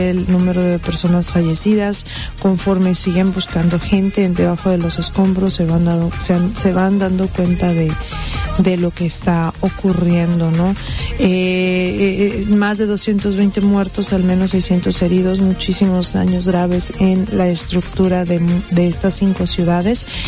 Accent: Mexico; now in Puerto Peñasco, Mexico; somos los mexicanos

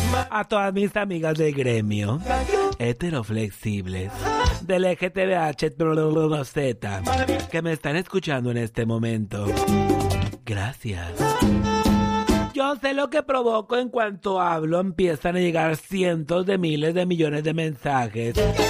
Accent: Mexico; porque así somos los mexicanos

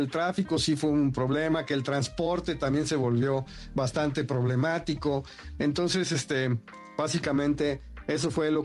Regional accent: Mexico; Es decir, somos mexicanos y estamos orgullosos y todos somos iguales y no pasa nada, ¿no?

